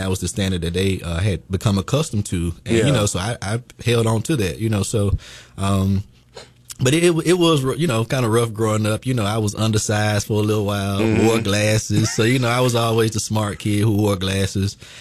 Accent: Bessemer, Alabama, United States; I'm a lifelong resident of Bessemer. Been in Bessemer my whole life. So you know, I'm very proud to say I'm from Bessemer.

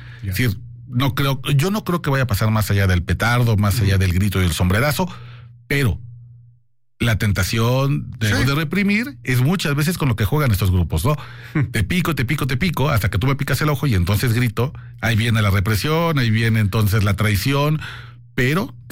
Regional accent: Mexico City, Mexico; Y como chilangos, la verdad es que ya conocemos bien.

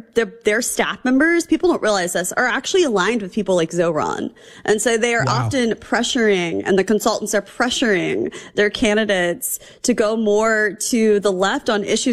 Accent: Missouri, United States; We're both from Missouri.

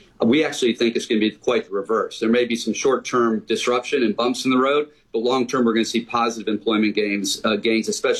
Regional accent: Detroit, Michigan, United States; and I'm from Detroit, Michigan, so I can pick on Detroit.

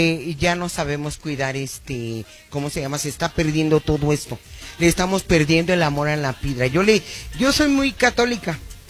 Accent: Chiapas, Mexico

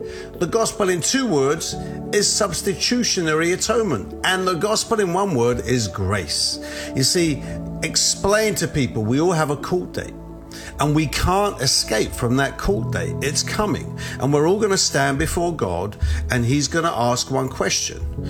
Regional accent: United Kingdom; moved away as an adult; now in United States; I'm a British evangelist who's living in the United States for some 8 years.

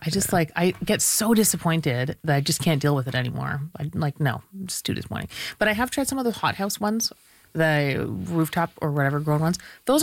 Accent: India; now in Montreal, Canada; well, that's because I'm Indian and any Indian will tell you that.

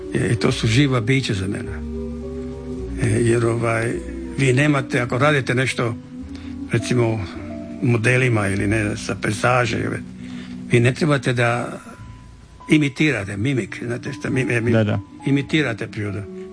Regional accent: Čavoglave, Šibenik-Knin County, Croatia; now in Australia; Ja sam Hrvat, ja nikad neću prestati biti Hrvat.

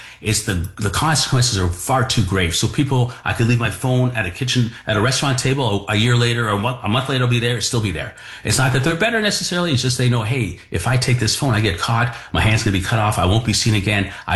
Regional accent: Mississauga, Ontario, Canada; I'm from Mississauga.

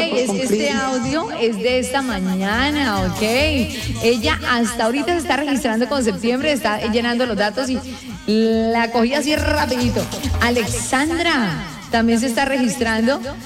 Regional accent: Colombia; así como somos los colombianos.

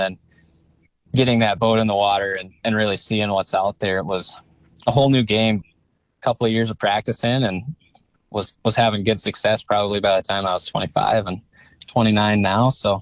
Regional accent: Moorhead, Minnesota, United States; You know, I grew up in Moorhead and I think I turned maybe 13 years old

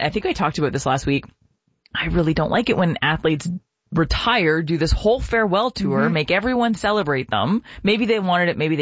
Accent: Canada; Like obviously I'm Canadian.

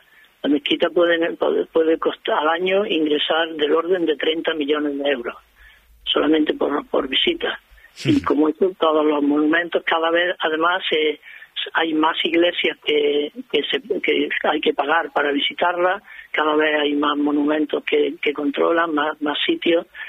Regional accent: Córdoba, Andalusia, Spain; Yo que soy de Córdoba. ¿Quién puede poner un precio a la mezquita de Córdoba?

